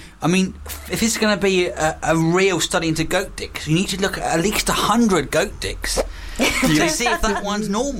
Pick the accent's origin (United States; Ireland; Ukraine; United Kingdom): United Kingdom; South East England; Yes, I'm from the Isle of Wight. Here we go.